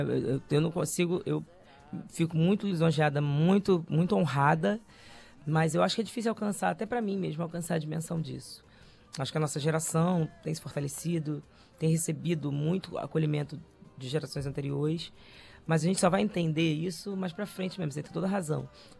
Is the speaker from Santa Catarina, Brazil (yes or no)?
no; Rio de Janeiro, Brazil; Eu frequentei muito Caxambi. Eu sou cria do Méier, né? Então Caxambi é minha casa também.